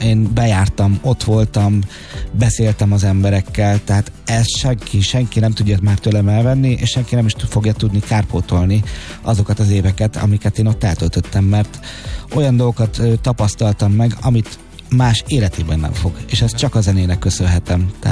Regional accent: Hungary; Tehát én büszke vagyok arra, hogy magyar vagyok, büszke vagyok arra, hogy hegedűművész vagyok, és hogy itt vagyok a világ másik végén

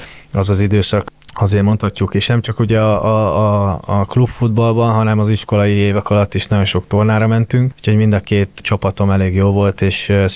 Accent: Győr, Győr-Moson-Sopron, Hungary; Igazából én lakótelepen nőttem fel Győrben, Marcalvárosban, úgyhogy nem egy ilyen dúsgazdag környék

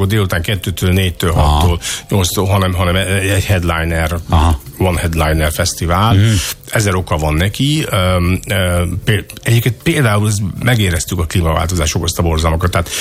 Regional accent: Lake Balaton area, Hungary; mi balatoninak érezzük magunkat, balatoni szív dobog bennünk, ezer szálon kötődünk, én is ott nőttem fel, most ott is élek félig meddig

